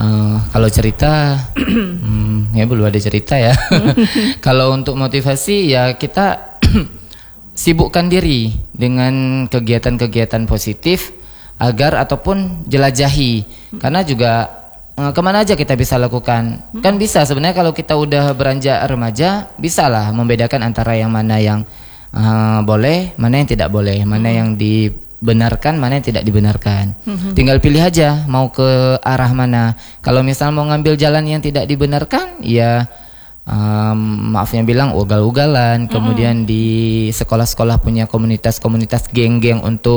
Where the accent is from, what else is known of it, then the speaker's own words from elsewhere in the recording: Bireuen, Aceh, Indonesia; now in Banda Aceh, Indonesia; Bahkan di kampung saya pun di Biren masih ada remaja masjidnya.